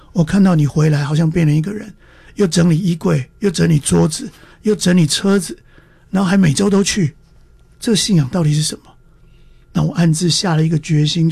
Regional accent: Taiwan; now in United States; 即使是我是台湾人，我是教会唯一的台湾人，就我们家是教会唯一的台湾家庭

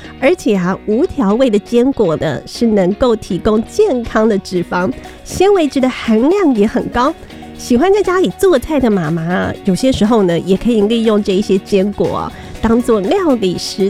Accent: Keelung, Taiwan; 我家乡基隆

